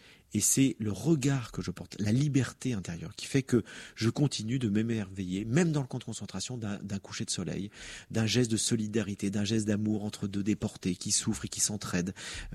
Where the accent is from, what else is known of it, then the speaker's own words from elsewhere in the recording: France; Et en plus qu'en France, qu'on est français, on se plaint doublement